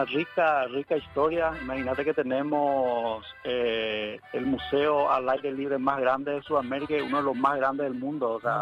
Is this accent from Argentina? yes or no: no; Caraguatay, Cordillera, Paraguay; Tenemos tres expresidentes acá de Caraguatay.